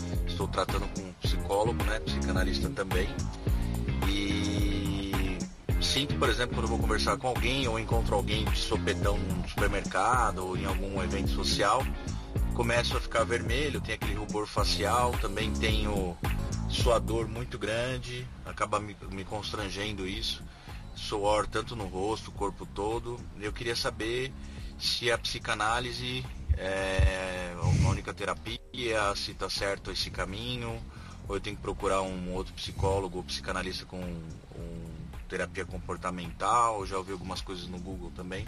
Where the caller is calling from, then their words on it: São Paulo, Brazil; Sou aqui de São Paulo